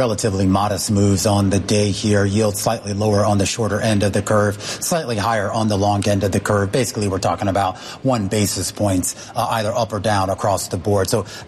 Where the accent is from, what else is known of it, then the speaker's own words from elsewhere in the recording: Chicago, Illinois, United States; born there; now in New York, United States; I was born in Chicago.